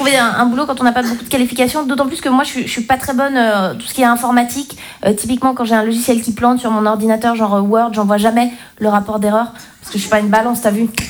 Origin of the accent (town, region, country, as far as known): Romandy, Switzerland